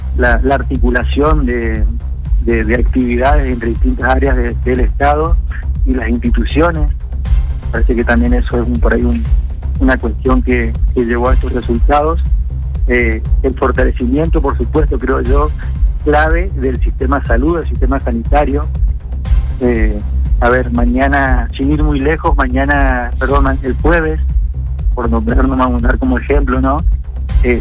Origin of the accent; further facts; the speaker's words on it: Chaco, Argentina; más allá que somos chaqueños, tenemos nuestro corazón muy arraigado acá en nuestra zona, en nuestro impenetrable.